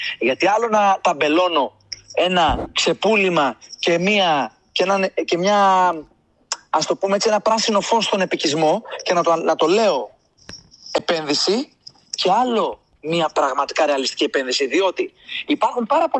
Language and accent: Greek; Kozani, Western Macedonia, Greece; also born or lived in Serres; Και συγχωριανοί από την Κοζάνη, γιατί κατάγομαι από την Κοζάνη και από τις Σέρες.